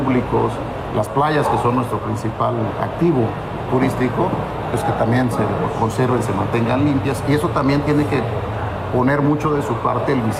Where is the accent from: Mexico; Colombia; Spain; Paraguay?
Mexico; Acapulco, Guerrero; Pues ya regreso a Acapulco a trabajar, soy acapulqueño, uh-huh. Nací aquí en Acapulco y tengo mucho cariño y amor pues por mi ciudad, por mi puerto.